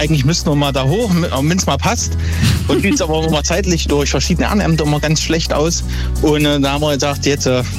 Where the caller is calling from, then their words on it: Großbrembach, Thuringia, Germany; Wir kommen aus Großbrembach.